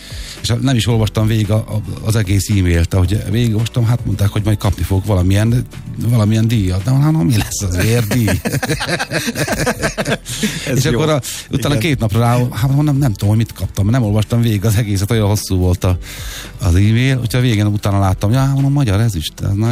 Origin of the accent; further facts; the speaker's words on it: Tiszafüred, Jász-Nagykun-Szolnok, Hungary; born there; hogy én vidéki születésű vagyok, tiszafüredi.